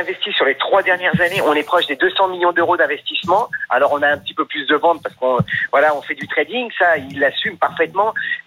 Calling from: Normandy, France; moi, je suis normand.

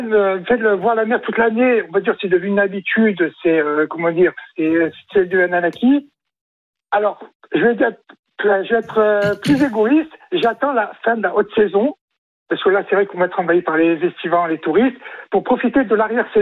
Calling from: Fréjus, Provence-Alpes-Côte d'Azur, France

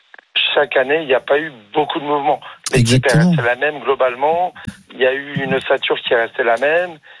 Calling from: France; On est français

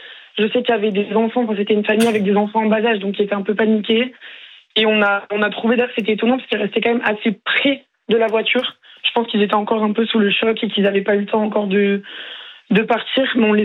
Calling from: Toulouse, Occitanie, France; moi j'habite à Toulouse.

